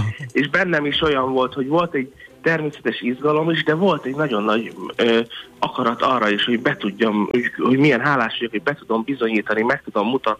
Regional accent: Hungary; milyen nagy büszkeség nekünk magyarként

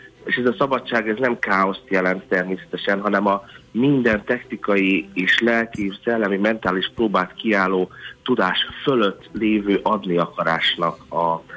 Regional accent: Hungary; milyen nagy büszkeség nekünk magyarként

